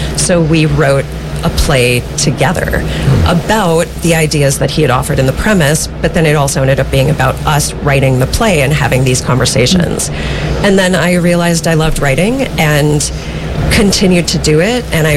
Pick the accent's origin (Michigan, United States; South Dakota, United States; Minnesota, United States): Minnesota, United States; So I grew up in Minnesota